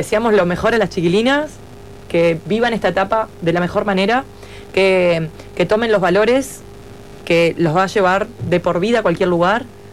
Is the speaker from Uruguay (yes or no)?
yes; Uruguay; más allá de lo que yo era como talento uruguayo